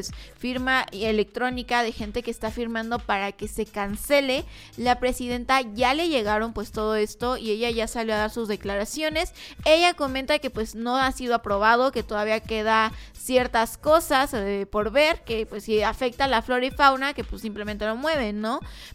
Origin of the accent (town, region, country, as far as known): Mexico